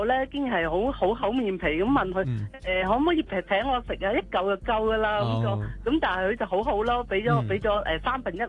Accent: Hong Kong; 因为辣咧，始终我哋香港人食唔惯啊嘛。

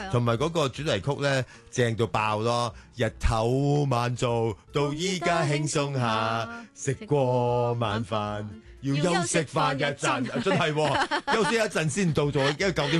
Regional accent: Hong Kong

